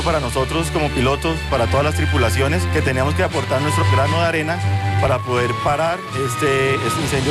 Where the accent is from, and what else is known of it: Colombia